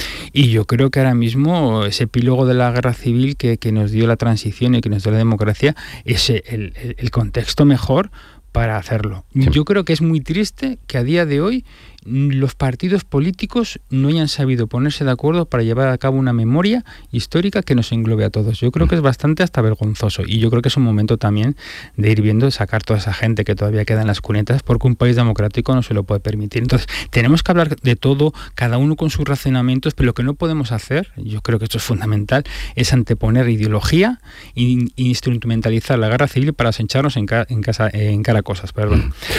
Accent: Andalusia, Spain; Yo soy escritor andaluz.

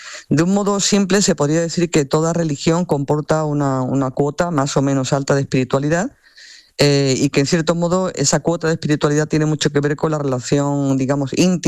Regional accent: Spain

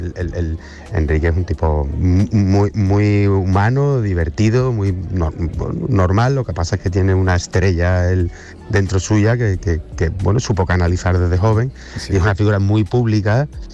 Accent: La Línea de la Concepción, Andalusia, Spain; Sí, de La Línea, que es donde yo he pasado la mitad de mi infancia, en La Línea, de La Concepción.

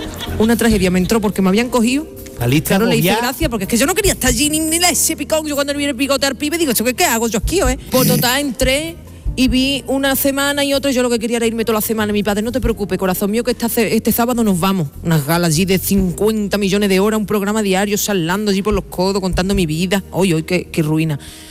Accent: Jerez, Andalusia, Spain; born there; Claro, porque nací en Jerez.

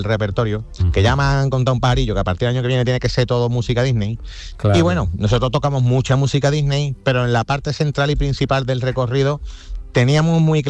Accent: Cádiz, Andalusia, Spain; ese arte de Cádiz, y era, creo que era el sitio, el momento de, como gaditano, sacar orgullosos nuestra bandera, de nuestra música, nuestra cultura y nuestra identidad.

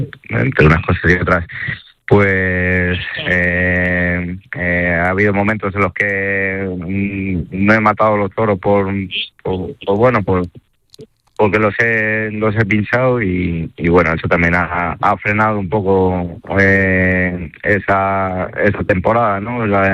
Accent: Albacete, Castilla-La Mancha, Spain

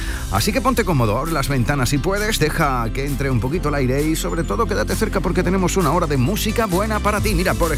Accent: Huelva, Andalusia, Spain; Yo que soy de Huelva

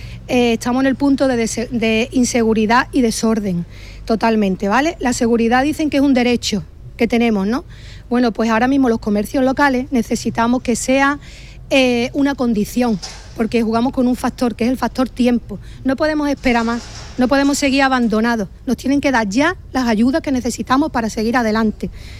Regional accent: Spain; now in Ceuta, Spain; somos españoles, por favor.

